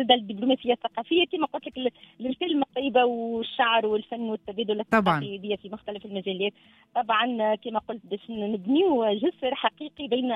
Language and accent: Arabic; Tunisia; خاصة احنا من تونس